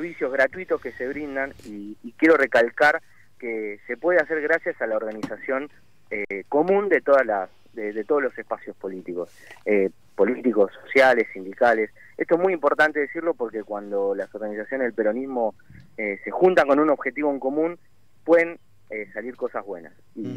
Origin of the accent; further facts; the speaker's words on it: Buenos Aires, Argentina; somos todos ciudadanos, somos todos porteños